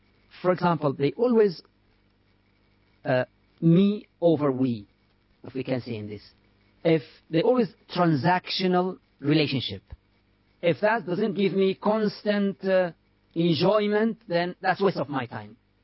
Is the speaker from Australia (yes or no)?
no; United Arab Emirates; I grew up in Emirates, not in Mauritania.